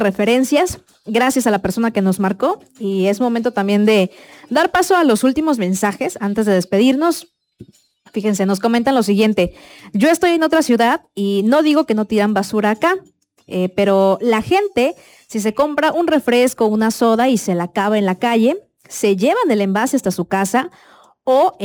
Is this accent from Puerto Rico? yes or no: no; Mexico; No digo que los mexicanos seamos, que no tengamos cultura